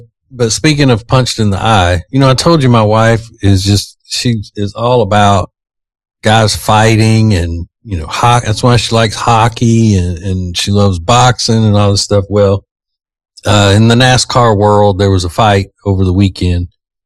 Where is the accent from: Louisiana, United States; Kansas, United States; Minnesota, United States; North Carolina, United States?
Louisiana, United States; I know I'm from Louisiana.